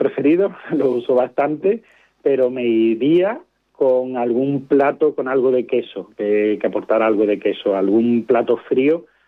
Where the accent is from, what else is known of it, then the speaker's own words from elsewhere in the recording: Jerez de la Frontera, Andalusia, Spain; no se podía imaginar como un jerezano, no sabía lo que era un palo cortado